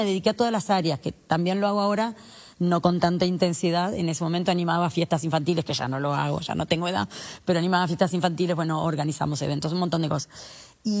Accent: Punta del Este, Maldonado, Uruguay; Soy de Punta del Este.

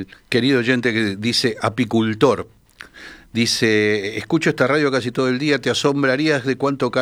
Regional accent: Montevideo, Uruguay; now in Rivera, Uruguay; y conste que soy montevideano, pero ahora estoy en Rivera.

